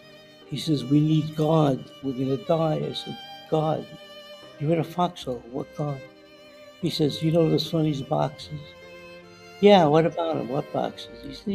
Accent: New York City, New York, United States; born there; I was born in East New York on Belmont Street, and I was born in the, during the 40s, I was born in 1940, so I, like the first generation of the Holocaust

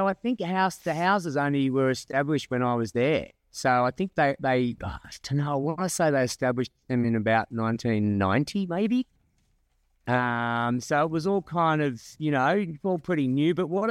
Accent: Australia; I am the Australian actor, former Marsden boy

